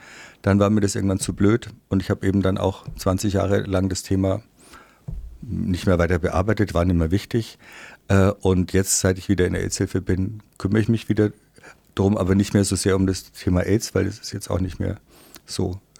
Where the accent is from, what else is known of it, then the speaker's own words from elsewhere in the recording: Bavaria, Germany; Ich komme aus der Oberpfalz, das habe ich schon erzählt.